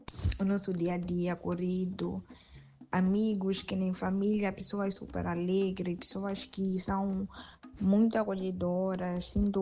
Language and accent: Portuguese; Mozambique; accent: Mozambican; moved away as an adult; now in Ceará, Brazil; sou moçambicana. Também o meu sotaque. Eu prezo muito para não perder o meu sotaque